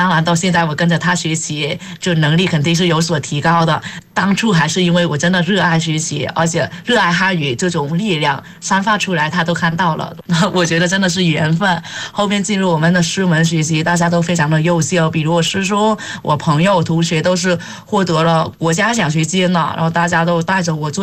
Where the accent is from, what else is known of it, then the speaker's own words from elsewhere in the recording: Vietnam; Chinese is a second language; moved away as an adult; now in Beijing, China; 在越南的时候